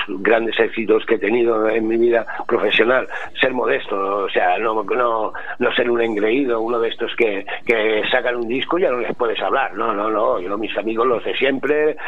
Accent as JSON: {"language": "Spanish", "town": "Barcelona", "region": "Catalonia", "country": "Spain", "tie": "born or raised there", "said": "Y se casaron y nací yo. Y entonces yo soy el primer hijo catalán. Somos 4 hermanos sevillanos y 3 catalanes."}